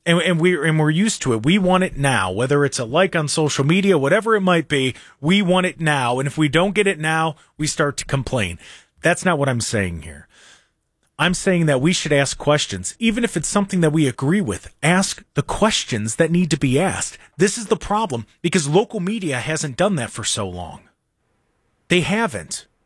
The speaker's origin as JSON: {"language": "English", "country": "United States", "said": "as American citizens"}